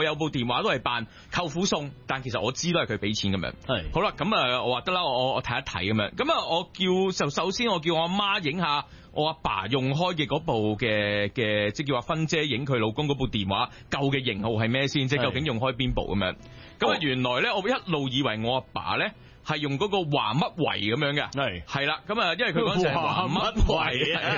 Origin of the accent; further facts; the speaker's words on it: Hong Kong; 我哋香港人